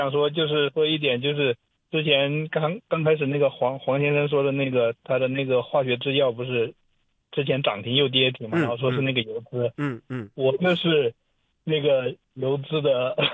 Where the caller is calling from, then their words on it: Dongguan, Guangdong, China; 我也是东莞的，